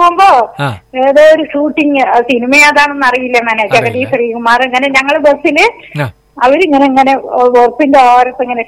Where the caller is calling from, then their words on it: Chittur, Kerala, India; ചിറ്റൂരിന്ന്, ആൽമുട്ടിന്ന്